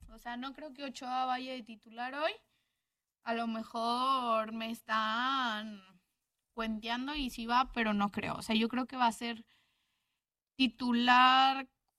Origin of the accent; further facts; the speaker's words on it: Monterrey, Nuevo León, Mexico; creo que así estamos los regios.